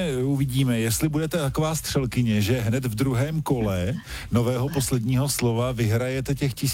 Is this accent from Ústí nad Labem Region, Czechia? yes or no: yes; Litoměřice, Ústí nad Labem Region, Czechia; No tak to je nám litoměřičákům, že jo?